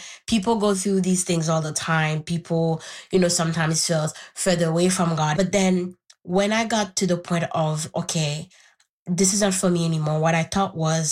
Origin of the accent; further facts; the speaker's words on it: Haiti; first language Haitian Creole; English is a second language; moved away; I grew up in Haiti. My first language is Haitian Creole.